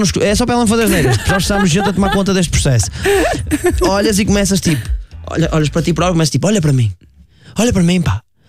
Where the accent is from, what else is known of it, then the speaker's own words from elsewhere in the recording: Seixal, Setúbal, Portugal; Mas eu sabes que eu sou do Seixal, meu.